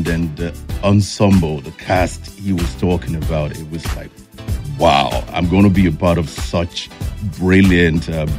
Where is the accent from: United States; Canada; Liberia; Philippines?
Liberia; born there; moved away; also born or lived in Ghana; I was actually born in Liberia. But what most people don't know is that my dad is actually from Nigeria. My dad's from Akwa Ibom, Oron.